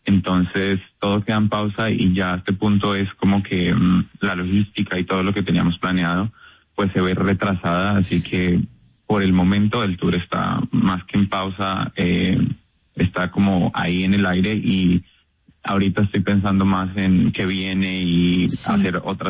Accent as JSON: {"language": "Spanish", "town": "Tunja", "region": "Boyacá", "country": "Colombia", "said": "Ella está en Tunja, yo soy de Tunja, así que quería mandarle un saludo."}